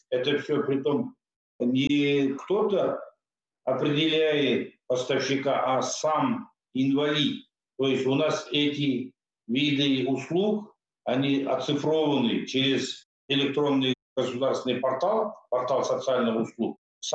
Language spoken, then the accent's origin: Russian; Kazakhstan